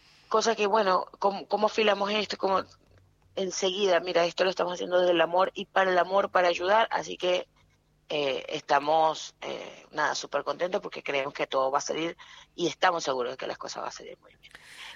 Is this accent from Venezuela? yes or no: yes; Venezuela; now in Viedma, Argentina; Hoy somos aproximadamente 8 venezolanos. Sin embargo, no todos estamos acá en Viedma, así que nada, los que estamos aquí en Viedma, que somos aproximadamente 4